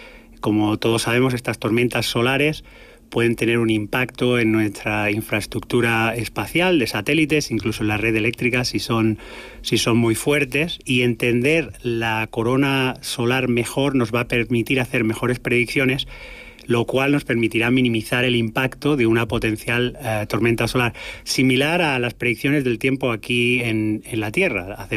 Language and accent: Spanish; Terrassa, Catalonia, Spain; a mí me hace mucha ilusión celebrar un evento de tal magnitud con mi gente aquí en mi casa, en mi país.